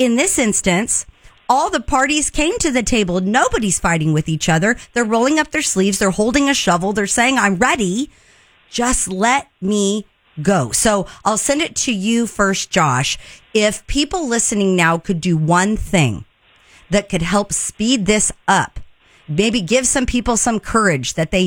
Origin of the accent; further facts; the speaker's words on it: California, United States; But I'm a Californian